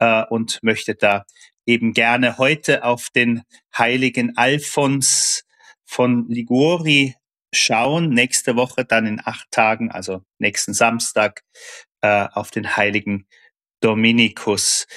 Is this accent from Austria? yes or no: no; Saarbrücken, Saarland, Germany; das bei uns im Saarland etwa 20 Kilometer entfernt von meinem Heimathaus in Saarbrücken